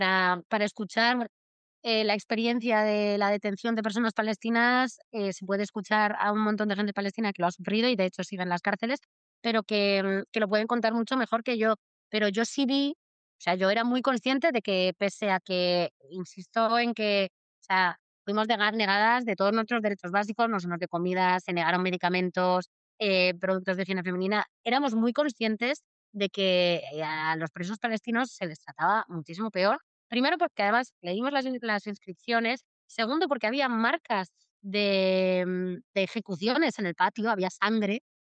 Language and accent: Spanish; Spain; yo soy blanca, soy española, o sea, yo no soy de Hamás.